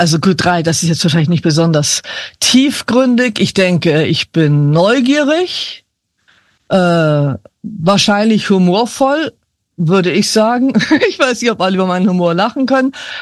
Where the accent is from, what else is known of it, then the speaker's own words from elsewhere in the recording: Hamburg, Germany; now in Giessen, Germany; Mein Vorname sagt schon, dass ich aus Norddeutschland komme, Hamburg. Leb jetzt in Gießen.